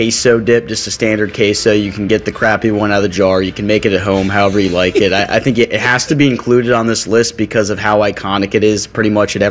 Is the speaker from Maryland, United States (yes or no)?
yes; Maryland, United States; Yep, and I grew up in Maryland, so I live and breathe crabs.